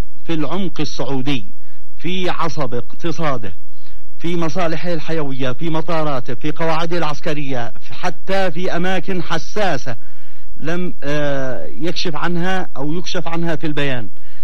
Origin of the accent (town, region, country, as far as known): Yemen